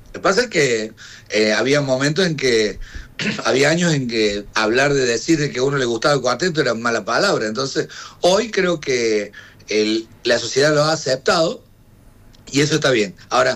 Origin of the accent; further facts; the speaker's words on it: Córdoba, Argentina; Soy cordobés.